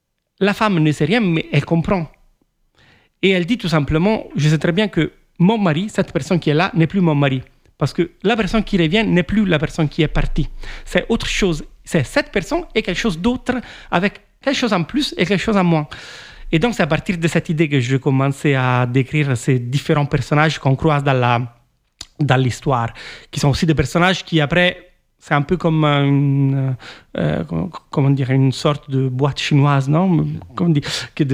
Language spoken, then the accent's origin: French; Italy; first language Italian; French is a second language; moved away as an adult; now in Montpellier, France; j'avais peur de parler dans ma langue maternelle, l'italienne. À l'époque, j'étais très timide en italien